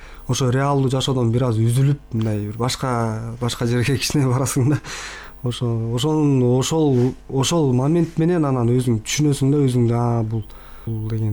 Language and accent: Kyrgyz; Bakamai, Issyk-Kul Region, Kyrgyzstan; өзүм ошо Ысык Көлдөн болом, ошо көлдө Бакамай айылында ушул жерде мектепте окуп